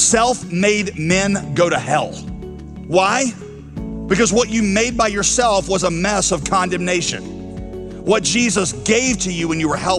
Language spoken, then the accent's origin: English; United States